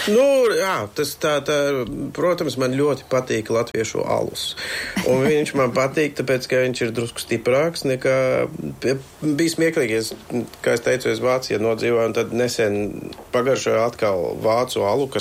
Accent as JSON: {"language": "Latvian", "country": "Bulgaria", "tie": "born or raised there", "said": "es, kā es teicu, esmu pārsvara bērnību pavadījis Bulgārijā"}